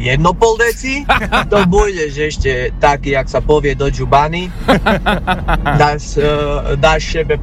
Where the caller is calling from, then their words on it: Poprad, Prešov Region, Slovakia; Ja som z východu, dnes úplne z východu, ešte len z Popradu.